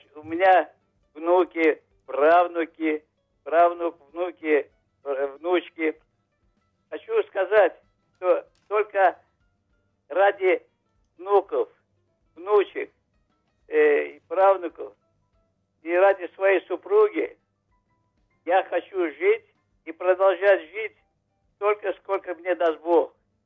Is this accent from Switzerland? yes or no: no; Baku, Azerbaijan; я из Баку, из Азербайджана.